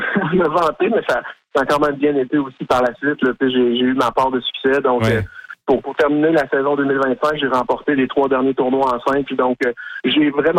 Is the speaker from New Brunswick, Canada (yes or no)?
no; Bécancour, Quebec, Canada; Donc, je viens de Saint-Grégoire, dans la ville de Bécancour.